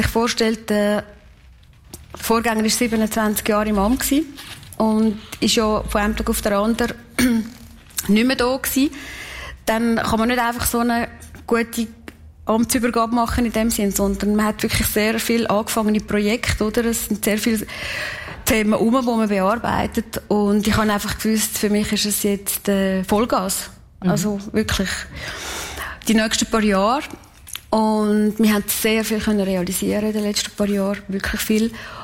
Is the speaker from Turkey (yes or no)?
no; Kalbrunn, Switzerland; born or raised there